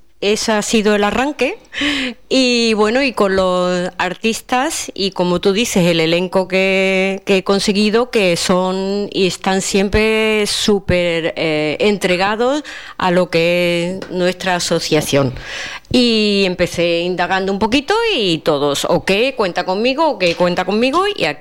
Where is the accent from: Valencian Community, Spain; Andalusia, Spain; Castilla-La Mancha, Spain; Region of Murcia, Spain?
Andalusia, Spain; San José de la Rinconada; yo soy de aquí, de San José